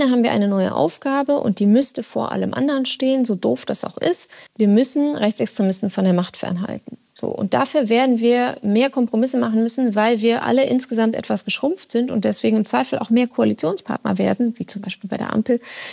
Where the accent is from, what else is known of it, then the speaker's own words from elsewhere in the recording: Rhineland, Germany; Trotzdem will ich die Hoffnung nicht aufgeben, weil ich bin ja Rheinländerin und dann muss ja weitergehen.